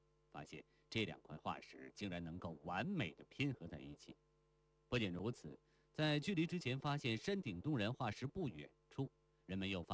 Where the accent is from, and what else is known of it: China